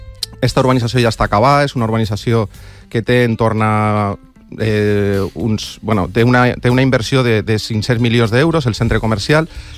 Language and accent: Catalan; Torrent, Valencian Community, Spain; jo soc de Torrent i me queda molt propet